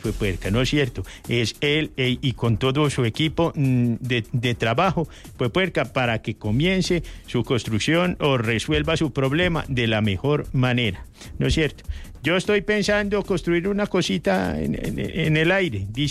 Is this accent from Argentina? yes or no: no; Colombia